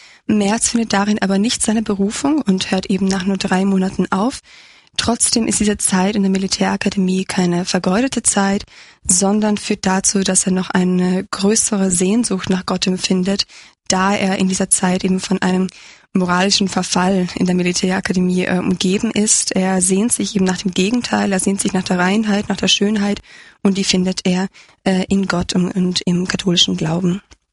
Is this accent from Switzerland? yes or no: no; Croatia; gesprochenen jungen Mann aus meiner Heimat Kroatien vorstellen zu dürfen.